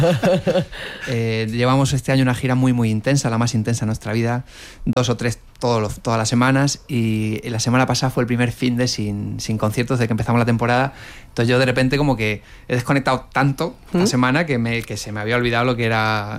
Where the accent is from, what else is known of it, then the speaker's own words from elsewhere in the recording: Canary Islands, Spain; Yo como canario te digo la chola.